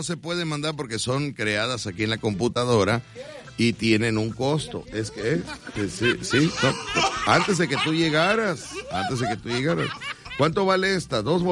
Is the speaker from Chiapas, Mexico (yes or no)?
no; Veracruz, Mexico; somos maya del pueblo, nosotros somos maya veracruzanos, natos.